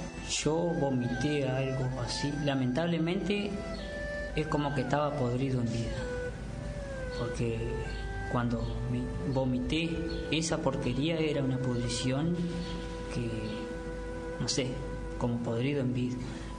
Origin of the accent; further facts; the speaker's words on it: Alvear, Argentina; soy de Alvear.